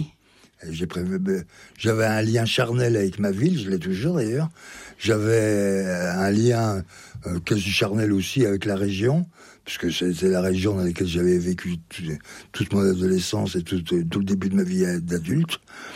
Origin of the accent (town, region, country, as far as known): Belley, Auvergne-Rhône-Alpes, France; born or raised there